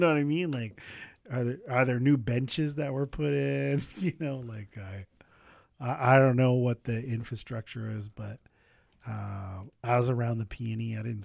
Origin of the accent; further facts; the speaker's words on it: Victoria, British Columbia, Canada; I'm from Victoria, so I came over here.